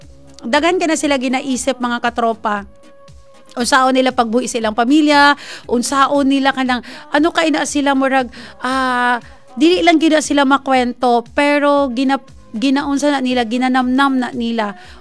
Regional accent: Western Visayas, Philippines; Opo, from origin po kami, Samlang. Opo, we are Ilonggo. Ayan. Ilonggo po yung pure Ilonggos po ang aking father. And then mestiza naman, Castilla mestiza.

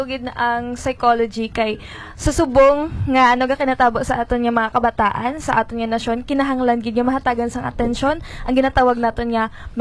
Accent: Western Visayas, Philippines; now in Iloilo, Philippines; Ah, originally po ako ay taga Aklan, isa ako ka Aklan.

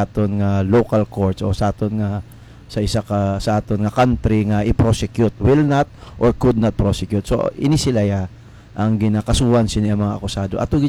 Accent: Western Visayas, Philippines; So paano mo nalaman na Ilonggo kami, sir?

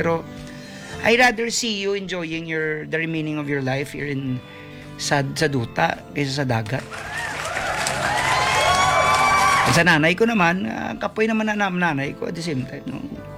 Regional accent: Pasay, Metro Manila, Philippines; also born or lived in Parañaque; kasi I was born in Parañaque, lumaki ako ng Pasay or Electrical Road. I'm a pure Tagalog.

